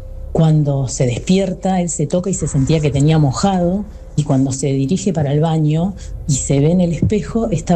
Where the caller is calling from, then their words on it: Hurlingham, Buenos Aires Province, Argentina; Nosotros somos de Hurlingham.